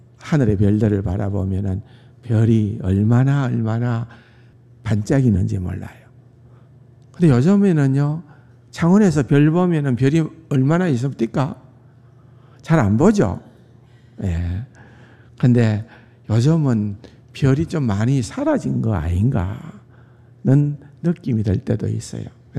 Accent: Gyeongju, North Gyeongsang, South Korea; also born or lived in Denver, United States; now in Changwon, South Korea; 대대로 내려왔던 이 땅에 고대 도시에 이름난 경주가 제 고향입니다.

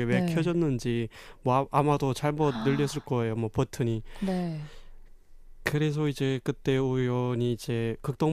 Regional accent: North Korea; now in South Korea; 제가 지금 현재 남한에서 살고 있는 이제 청년으로서 이제 제가 제 고향을 상상해 보면

